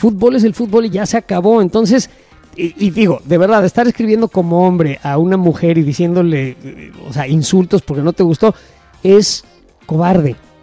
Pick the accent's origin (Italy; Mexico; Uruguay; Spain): Mexico; now in United States; como ser mexicano en Estados Unidos, y todos los mexicanos están aquí legalmente, y todos los mexicanos trabajan en la cocina. Y pues la verdad no, o sea, la verdad es que muchos trabajamos en distintas cosas